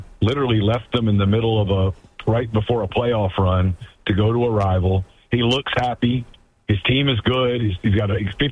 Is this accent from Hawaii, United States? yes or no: no; Ruston, Louisiana, United States; I grew up in Ruston, Louisiana, when Louisiana Tech was in 1AA.